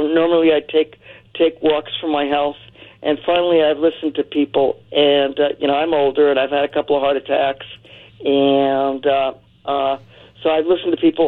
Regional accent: New York, United States; now in Westminster, California, United States; my hometown, Queens

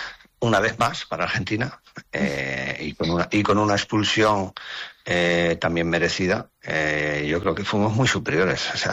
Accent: Catalonia, Spain; now in Tarragona, Spain; Mira, yo soy catalán, ¿vale? Yo soy catalán y vivo en Tarragona, que es Cataluña, ¿no?

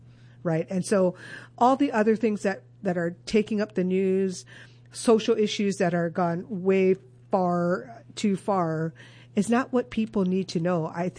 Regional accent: Mililani, Hawaii, United States; I don't know that would be a conversation that would happen in my hometown of Mililani or on my island.

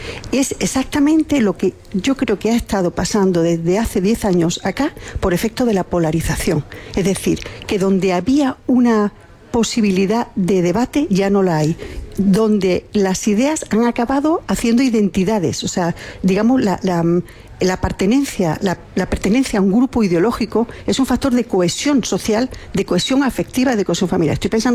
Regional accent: Ceuta, Spain; Mira, yo vengo de Ceuta.

